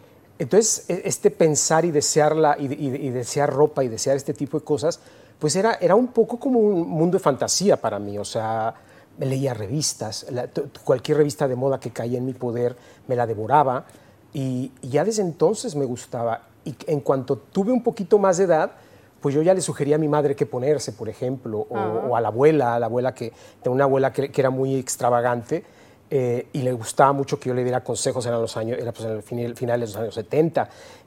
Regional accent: Mexico; moved away as an adult; Nací en México, sí.

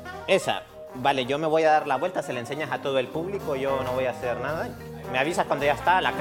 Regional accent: Honduras; Honduras. Honduras, sí, sí. No, yo empecé a los 15, 16 años aproximadamente.

